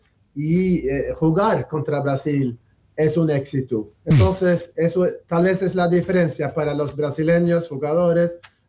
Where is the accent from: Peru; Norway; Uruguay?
Norway; Spanish is a second language; moved away as an adult; now in Argentina; Y somos locos también, casi como los argentinos.